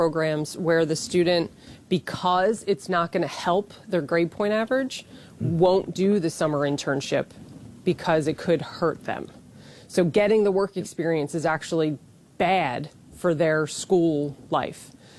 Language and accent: English; East Coast, United States; I'm from the East Coast, so they shovel snow, like things like that.